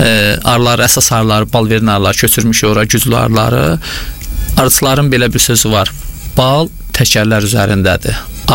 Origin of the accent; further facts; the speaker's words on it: Agstafa, Agstafa District, Azerbaijan; now in Buzovna, Baku, Azerbaijan; Mən özüm Ağstafalıyam